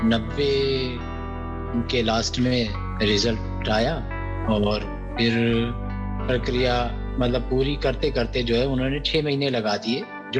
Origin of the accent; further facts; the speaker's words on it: Kanpur, Uttar Pradesh, India; now in Delhi, India; मैं मूलतः तो यूपी में कानपुर डिस्ट्रिक्ट से बिलोंग करता हूँ